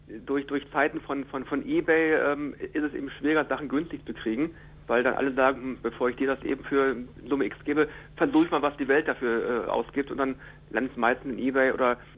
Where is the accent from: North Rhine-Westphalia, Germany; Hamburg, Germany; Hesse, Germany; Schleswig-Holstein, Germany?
North Rhine-Westphalia, Germany; Hagen; Ich komme aus Hagen.